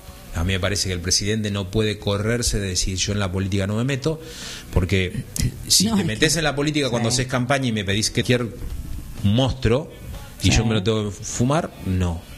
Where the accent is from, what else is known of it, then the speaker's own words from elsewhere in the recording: Buenos Aires Province, Argentina; Yo, en mi pueblo no existía un asentamiento cuando yo era chico.